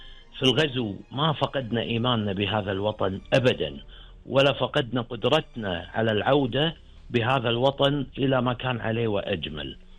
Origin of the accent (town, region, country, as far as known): Kuwait